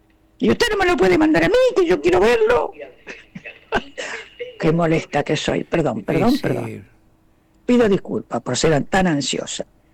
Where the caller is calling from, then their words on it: Buenos Aires Province, Argentina; de Centro.